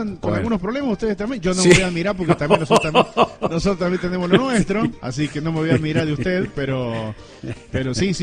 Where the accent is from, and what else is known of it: Villa Mercedes, San Luis, Argentina